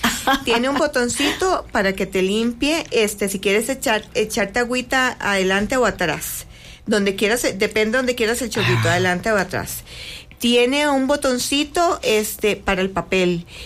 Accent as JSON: {"language": "Spanish", "country": "Costa Rica", "said": "la gente va aprendiendo que los impuntuales somos los ticos"}